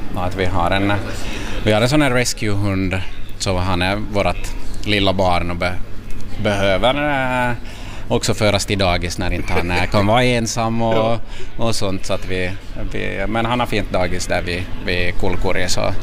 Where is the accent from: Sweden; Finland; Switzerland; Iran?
Finland; Vaasa, Ostrobothnia; born there; also born or lived in Italy; Jag har pappa från Rom och mamma från Vasa. Jag levde några år i Italien också när jag var liten, men största delen av livet har jag vuxit upp ändå här i Finland och i Vasa just.